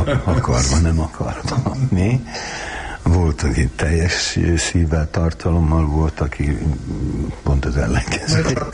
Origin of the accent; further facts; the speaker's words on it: Hungary; Hát ott nőttem föl. Az ottani kubik gödrökben.